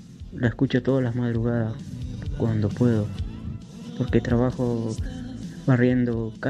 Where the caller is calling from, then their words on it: San Justo, Santa Fe, Argentina; Soy de acá de San Justo, Santa Fe